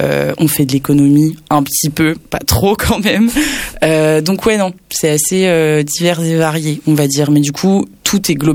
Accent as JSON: {"language": "French", "town": "Nantes", "region": "Pays de la Loire", "country": "France", "moved": "yes", "said": "Je viens de Nantes"}